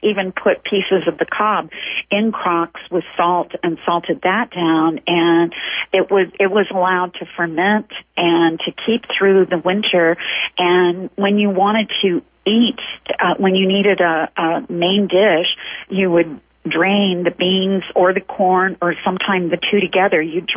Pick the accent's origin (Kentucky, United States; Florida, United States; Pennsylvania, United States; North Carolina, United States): Kentucky, United States; Corbin; born or raised there